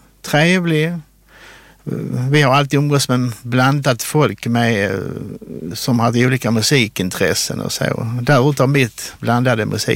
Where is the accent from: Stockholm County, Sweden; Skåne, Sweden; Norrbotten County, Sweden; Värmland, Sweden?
Skåne, Sweden; Lund; born there; also born or lived in Denmark; Jag är född i Lund, men har danska föräldrar, så vi har ju bott i Danmark också lite grann. Så bara turen till Danmark ett tag och sen kommer tillbaka igen till Sverige.